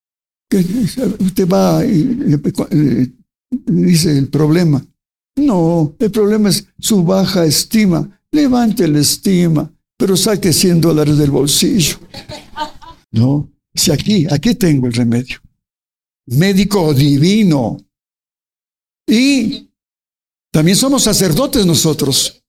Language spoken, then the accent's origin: Spanish; Ecuador; also born or lived in Colombia; soy extranjero, soy ecuatoriano